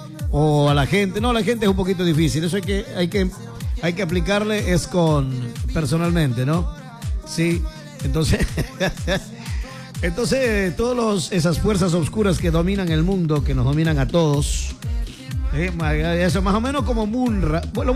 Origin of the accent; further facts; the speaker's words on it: Ecuador